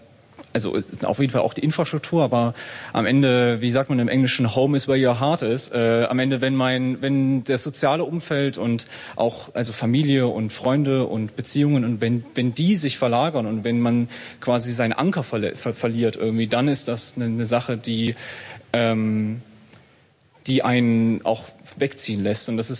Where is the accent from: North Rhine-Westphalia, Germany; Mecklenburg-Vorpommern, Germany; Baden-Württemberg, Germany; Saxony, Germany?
Saxony, Germany; Leipzig; da ich Leipziger bin. Also ich wurde in Leipzig geboren, ich bin dort aufgewachsen. Ich wohne hier seit 5 Jahren, glaube ich.